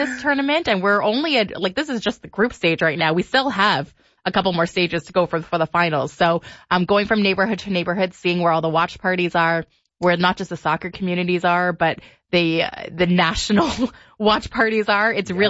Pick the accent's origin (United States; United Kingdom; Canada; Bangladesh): Canada; Toronto, Ontario; now in Ottawa, Canada; I grew up in the Toronto area